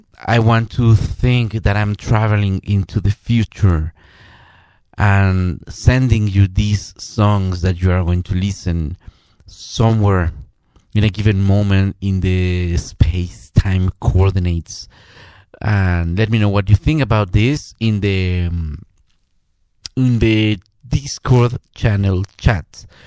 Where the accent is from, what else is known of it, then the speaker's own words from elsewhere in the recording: Toluca, State of Mexico, Mexico; moved away; this guy is from my hometown, Toluca in Mexico.